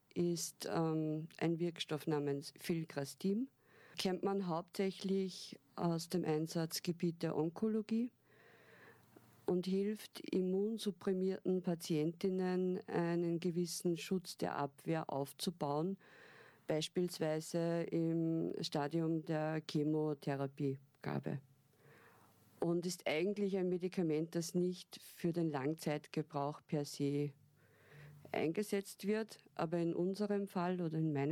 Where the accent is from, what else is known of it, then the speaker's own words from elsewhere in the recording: Upper Austria, Austria; Ich bin hier im Umkreis von Linz aufgewachsen